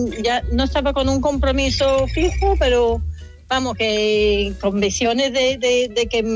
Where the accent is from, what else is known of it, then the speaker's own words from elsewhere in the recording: South West England, United Kingdom; Spanish is a second language; Pero soy de Gloucestershire. Eso, vamos, para explicarlo fácilmente a la gente. Mitad entre Birmingham y Bristol.